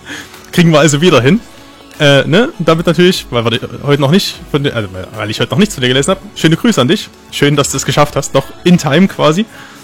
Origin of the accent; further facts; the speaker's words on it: eastern Germany, Germany; Ist schwierig, als Ostdeutscher auszusprechen.